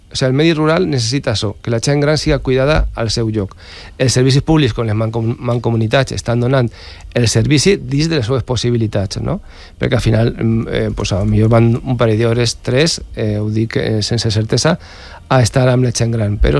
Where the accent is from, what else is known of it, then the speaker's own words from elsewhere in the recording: Quart de Poblet, Valencian Community, Spain; moved away as an adult; now in Villamalur / Alto Mijares area, Spain; Jo soc de Quart de Poblet, jo soc neorural, duc 6 anys al Medíjar, i al principi jo pràcticament totes les setmanes baixava a Quart de Poblet.